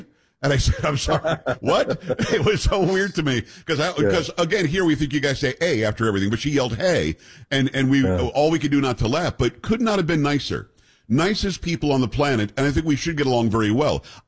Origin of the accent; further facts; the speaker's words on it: Florida, United States; also born or lived in New York / Michigan; now in Texas, United States; we're from New York originally, grew up in Florida, spent a lot of time in Michigan. I'm in Texas now for 21 years.